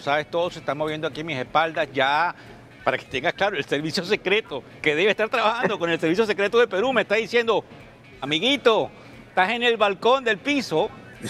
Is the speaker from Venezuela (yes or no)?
yes; Venezuela; now in United States; yo soy venezolano y me gustaría tocar el tema de la percepción de mi país, porque para mí, pues obviamente no hay neutralidad alguna, soy nacionalizado americano, pero vengo de mis raíces venezolanas